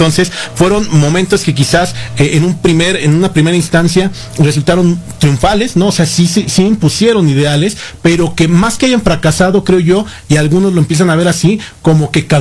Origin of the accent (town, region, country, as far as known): Mexico